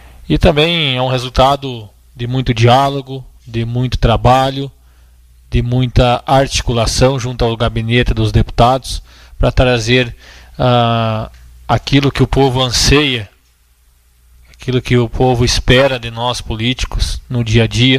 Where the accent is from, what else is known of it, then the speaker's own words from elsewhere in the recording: Fontoura Xavier, Rio Grande do Sul, Brazil; lá na Vila Cis, da minha comunidade, onde eu nasci, onde eu me criei, onde eu cresci, onde eu vivi por muitos anos, mais conhecido como Sovaco da Cobra